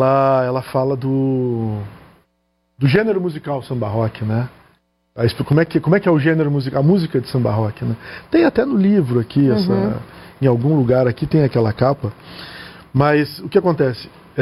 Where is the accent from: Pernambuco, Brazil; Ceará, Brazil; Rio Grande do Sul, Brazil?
Rio Grande do Sul, Brazil; Porto Alegre; moved away as an adult; now in São Paulo, Brazil; Eu sou de Porto Alegre, tá? Nasci na capital gaúcha. Eu não... Estudei lá, cresci, me formei, tudo lá.